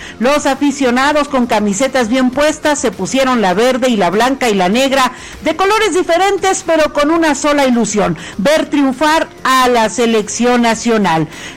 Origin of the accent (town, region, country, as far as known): Mexico